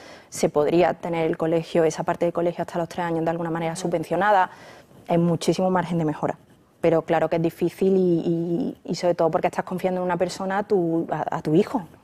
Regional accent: Córdoba, Andalusia, Spain; now in Madrid, Spain; soy de Córdoba, como han dicho, mi madre vive en Córdoba y trabaja

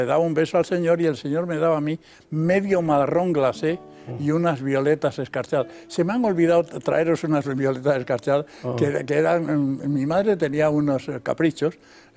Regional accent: Spain; born there; el chalet donde yo nací, en la avenida del Valle número 30.

